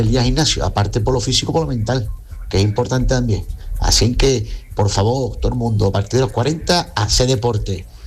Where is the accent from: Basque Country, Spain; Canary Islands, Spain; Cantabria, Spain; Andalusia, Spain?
Andalusia, Spain; Cádiz; Hola, Yuyu y compañía … de Cádiz.